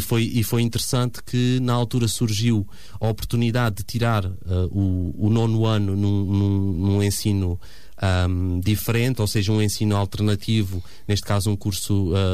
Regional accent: Vidigueira, Alentejo, Portugal; numa rádio da minha terra, da Vidigueira

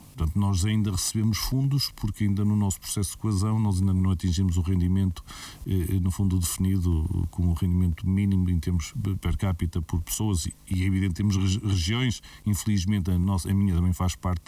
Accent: Peso da Régua, Norte, Portugal; eu particularmente, que sou de Peso da Régua

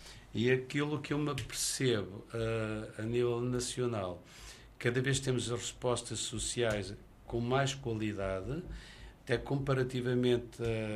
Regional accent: Centro, Portugal; E eu, como beirão que sou, acredito muito na Cova da Beira.

